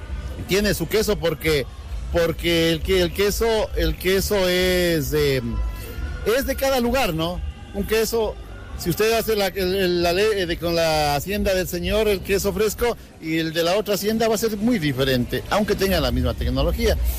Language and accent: Spanish; Ecuador; Siempre en Ecuador, mi papá, cuando se levantaba en la mañana, sintonizaba solo radios de Colombia, porque eran las que entraban, Todelar, Caracol, CRN, que eran las tres radios fuertes que entraban a Ecuador, y me crié escuchando los programas agropecuarios